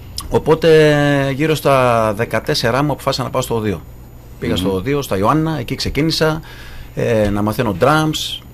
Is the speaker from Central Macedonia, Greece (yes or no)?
no; Ioannina, Epirus, Greece; born there; γεννήθηκα στα Γιάννενα.